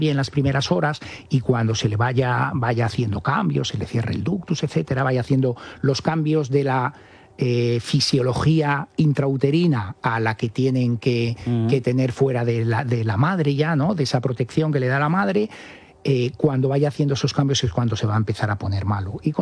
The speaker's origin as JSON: {"language": "Spanish", "town": "Cigales", "region": "Castile and León", "country": "Spain", "tie": "born or raised there", "said": "encantados de desplazarse y de venir a Cigales, con lo cual, bueno, pues nos casamos en Cigales, que era mi pueblo."}